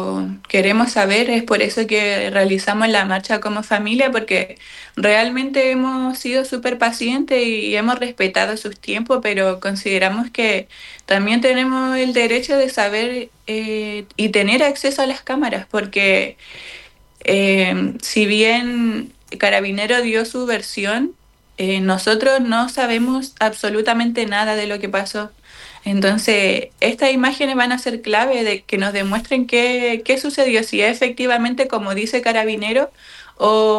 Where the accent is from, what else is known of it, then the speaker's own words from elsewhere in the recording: Antofagasta, Chile; now in La Serena, Chile; Yo también soy de Antofagasta, entonces cuando llegué acá nos conocimos.